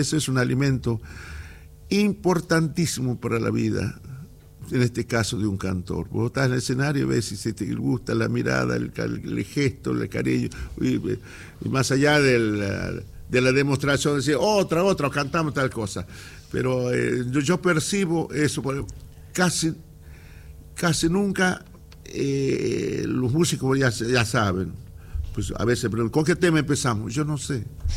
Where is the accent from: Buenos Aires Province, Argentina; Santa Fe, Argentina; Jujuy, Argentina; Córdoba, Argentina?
Jujuy, Argentina